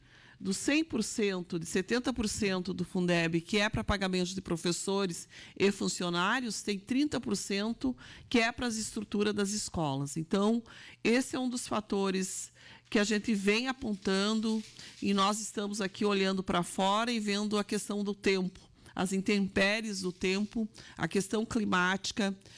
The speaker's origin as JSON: {"language": "Portuguese", "town": "São Luiz Gonzaga", "region": "Rio Grande do Sul", "country": "Brazil", "said": "eu sou de uma região, sou lá de São Luís Gonzaga, da região das Visões"}